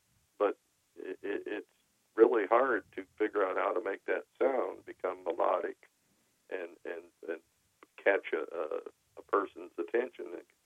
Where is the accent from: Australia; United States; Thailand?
United States; Kentucky; I come from Kentucky, and actually out of Appalachia, Kentucky.